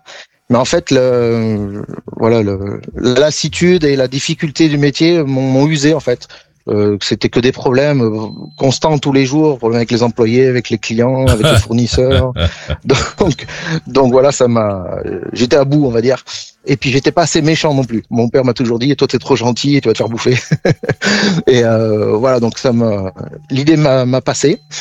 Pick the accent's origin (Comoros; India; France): France; Auvergne-Rhône-Alpes; born there; also born or lived in Montpellier; now in Carcassonne, France; la région où je suis né, vers Valence.